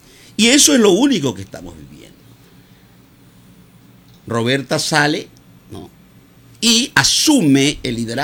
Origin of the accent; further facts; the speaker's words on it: Quinindé, Esmeraldas, Ecuador; somos de Quinindé